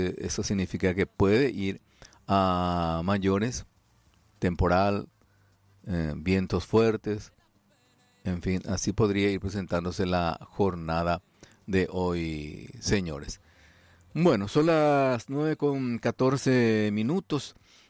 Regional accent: Paraguay

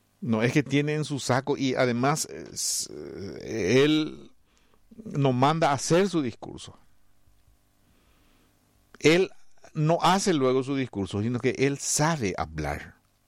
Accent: Paraguay

